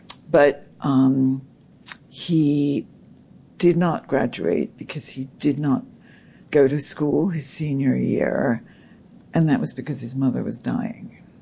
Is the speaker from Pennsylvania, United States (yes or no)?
yes; Philadelphia, Pennsylvania, United States; when I was a kid in the 1950s and 60s, growing up in Philadelphia